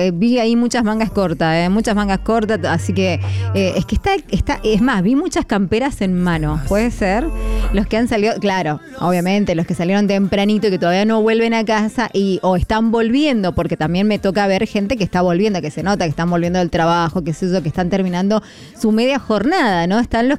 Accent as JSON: {"language": "Spanish", "country": "Argentina", "said": "Donde la ves ahí, vamos, somos argentinos."}